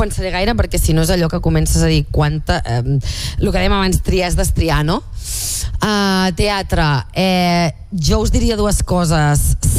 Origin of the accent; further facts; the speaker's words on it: Sant Feliu de Llobregat, Catalonia, Spain; Jo vaig començar a estudiar teatre a Sant Feliu de Llobregat, al meu poble, quan tenia 10 anys